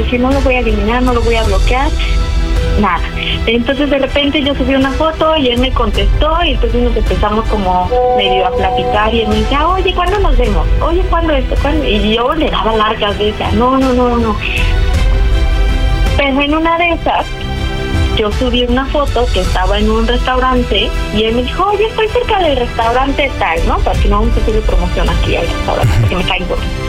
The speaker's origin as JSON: {"language": "Spanish", "town": "Cuautla", "region": "Morelos", "country": "Mexico", "said": "Tengo 34 años y soy de Cuautla, Morelos."}